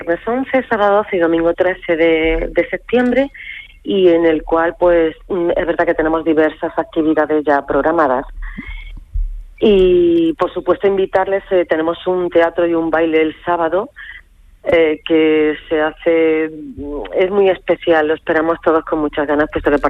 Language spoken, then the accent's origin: Spanish; Bobadilla Estación, Andalusia, Spain; Ah, pues mi pueblo para mí es muy bonito, muy llanito, muy acogedor. Es un pueblo pequeñito, pero muy grande de corazón. Uh-huh. ¿Y qué le puedo contar de él? Pues somos unos privilegiados porque vivimos en el centro de Andalucía.